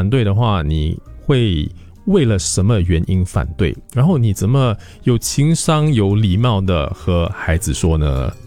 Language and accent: Chinese; Singapore; 因为在新加坡，我们都是这样长大的嘛